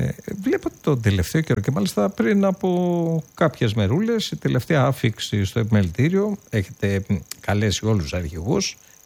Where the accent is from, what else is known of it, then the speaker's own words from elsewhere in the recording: Western Greece, Greece; moved away; στην πατρίδα μου, στο Λακαρανία